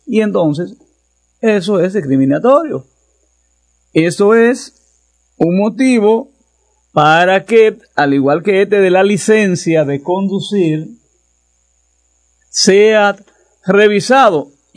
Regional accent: Dominican Republic; como ciudadanos, como dominicanos, como dominicanas

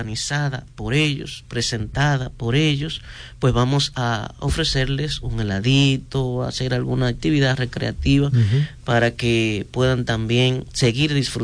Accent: Palmarito, La Vega, Dominican Republic; vicario de la parroquia del Beato Bonó de Palmarito, La Vega. Exacto, de donde yo soy. Así que aprovecho para saludar a la gente de Palmarito

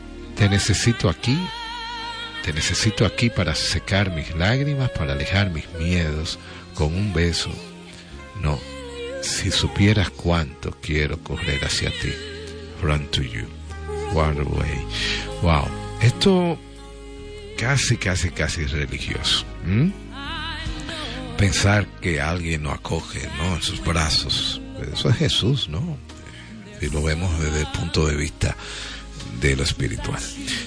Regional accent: Dominican Republic; Y por eso, somos dominicanos también.

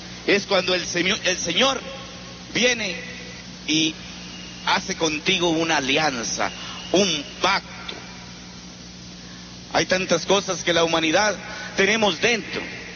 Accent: Tanlajas, San Luis Potosí, Mexico; born there; moved away; also born or lived in Tambaca; Yo soy de su pueblo. Mi pueblo se llama Tanlajas. Es la primera vez que creo que menciono mi pueblo. Siempre Tambaca me ha robado mi lugar de origen. Tanlajas es donde yo nací.

